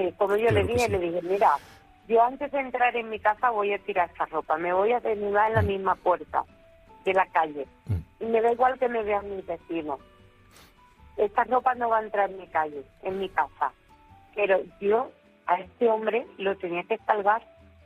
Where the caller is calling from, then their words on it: Medina-Sidonia, Andalusia, Spain; Soy de Medina Sidonia, Cádiz.